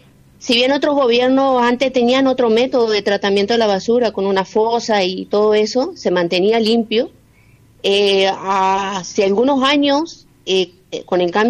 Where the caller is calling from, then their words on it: Campo Largo, Chaco, Argentina; de aquí, de Campo Largo.